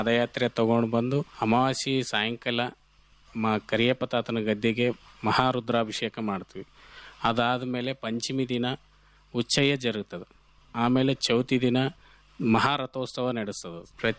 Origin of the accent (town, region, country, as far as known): Kalmala, Karnataka, India